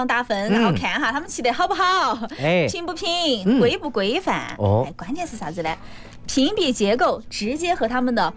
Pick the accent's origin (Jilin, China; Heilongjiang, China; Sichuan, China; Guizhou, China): Sichuan, China; 我们四川人